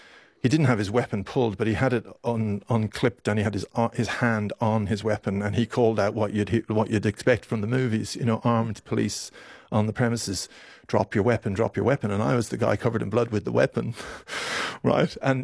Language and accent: English; Ireland; I mean, rather amusingly, I come from Ireland. I grew up in Ireland in the 70s in a country that was sort of in the midst of a civil war.